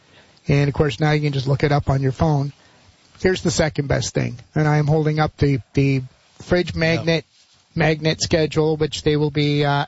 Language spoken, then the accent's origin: English; Montreal, Quebec, Canada; I'd be growing up in Montreal. The Montreal Canadiens pocket schedule would come out.